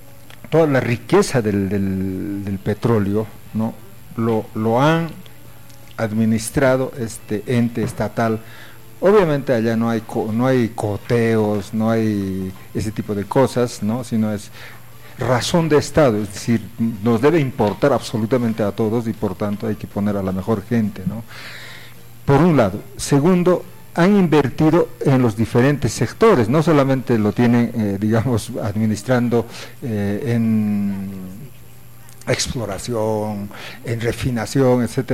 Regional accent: Bolivia

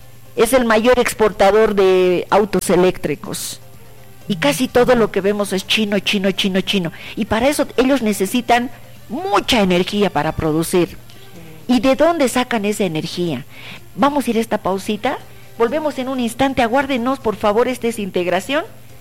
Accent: Bolivia; nosotros somos acá pinches 12 millones de bolivianos.

